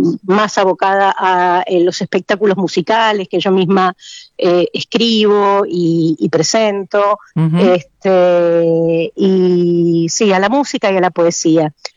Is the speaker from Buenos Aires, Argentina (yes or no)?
yes; Buenos Aires, Argentina; born there; Yo nací aquí en Buenos Aires